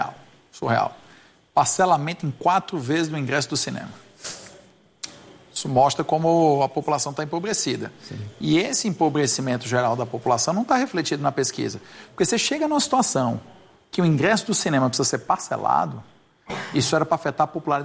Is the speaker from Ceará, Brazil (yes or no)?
yes; Ceará, Brazil; Eu sou cearense, tá?